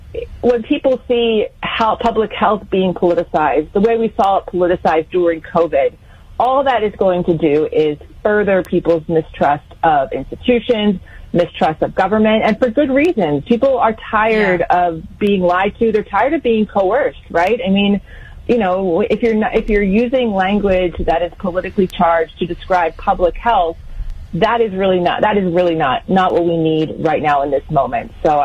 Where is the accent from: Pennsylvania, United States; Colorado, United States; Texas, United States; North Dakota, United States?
Pennsylvania, United States; As a woman, as someone who was born and bred in Pennsylvania.